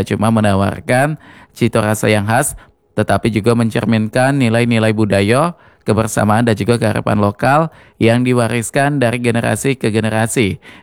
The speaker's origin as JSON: {"language": "Indonesian", "region": "Malay", "country": "Indonesia", "said": "kita sebagai Wong Melayu"}